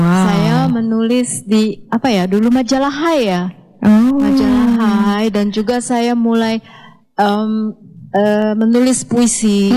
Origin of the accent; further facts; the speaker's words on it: Jakarta, Indonesia; born there; moved away as an adult; also born or lived in Cirebon; now in Yogyakarta, Indonesia; Saya lahir di Jakarta. Lalu bersekolah di sekolah internasional di Jakarta. Lalu saya sering diajak nenek saya yang asal Cirebon